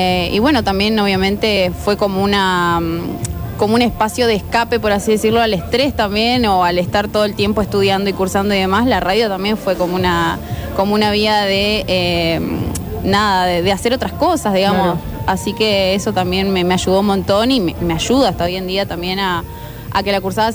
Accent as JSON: {"language": "Spanish", "town": "San Jaime de la Frontera", "region": "Entre Ríos", "country": "Argentina", "moved": "yes", "said": "vengo desde San Jaime de la Frontera, Entre Ríos, no soy de Corrientes"}